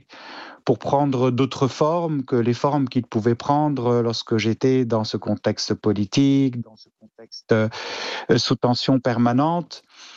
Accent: Beirut, Beirut Governorate, Lebanon; moved away as an adult; je suis né dans la guerre. Je suis né dans la partie chrétienne de Beyrouth, où j'ai habité ma vie lorsque je vivais au Liban, c'est-à-dire mes 24 premières années.

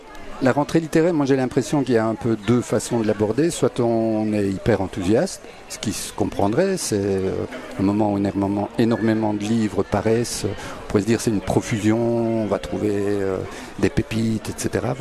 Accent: Belgium; now in Liège, Belgium; on est à Liège, on est belge

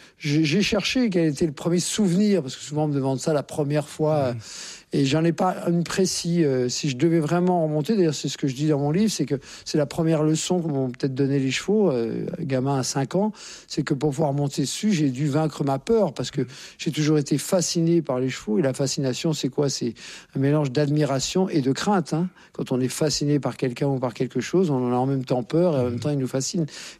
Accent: Courbevoie, Île-de-France, France; born there

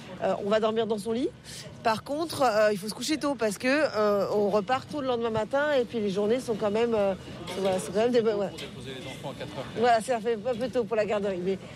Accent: Lorient, Brittany, France; Chez nous, à Lorient, c'est beaucoup des références aux enfants.

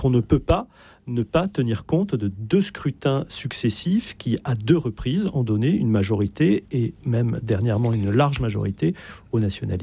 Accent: Corsica, France; Pour ma part, je suis corse, d'origine corse, très attaché à la Corse

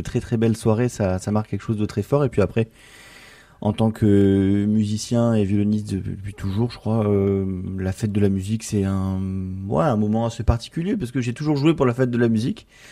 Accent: Nice, Provence-Alpes-Côte d'Azur, France; moi je suis niçois

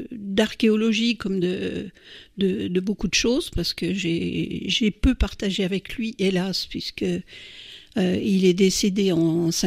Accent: Briey, Grand Est, France; born there; je suis né à Briey d'un papa qui était né dans les Vosges

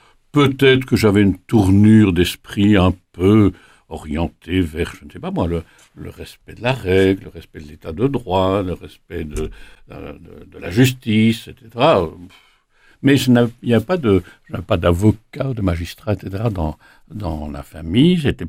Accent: Liège, Wallonia, Belgium; Alors moi, je suis un petit Liégeois qui naît en 1942, en pleine guerre.

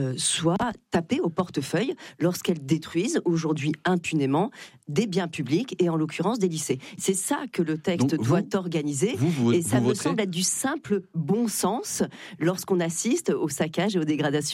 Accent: Nantes, Pays de la Loire, France; Je suis nantaise, j'étais avec Bruno Retailleau il y a 2 jours devant la façade du lycée Nelson Mandela

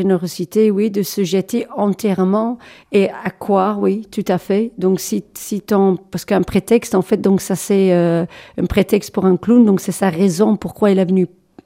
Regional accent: England, United Kingdom; moved away; moi je suis anglaise, donc à la base

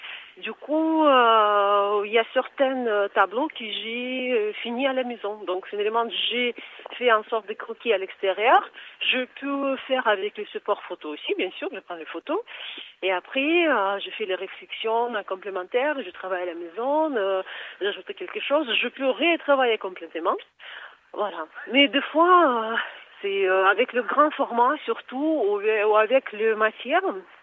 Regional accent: Samara, Samara Oblast, Russia; Mais déjà, j'ai profité bien sûr de présenter ma ville natale, Samara. C'est une grande ville en Russie, mais très peu connue

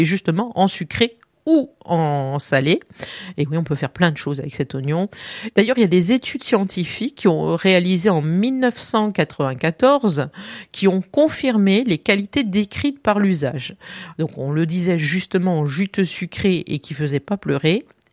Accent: Corsica, France; chez nous en Corse, nous avons le fameux oignon de Cisco du Cap Corse qui est si doux qu'il ne fait pas pleurer

